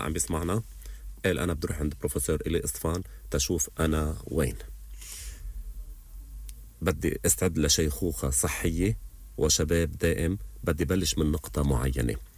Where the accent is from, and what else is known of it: Lebanon